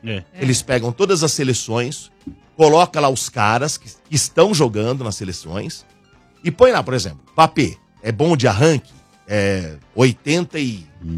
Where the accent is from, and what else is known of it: Brazil